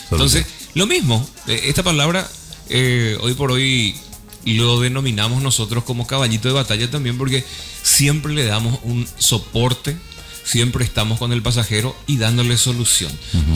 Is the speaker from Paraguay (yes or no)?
yes; Paraguay; now in Madrid, Spain; volver a tu tierra te refortalece.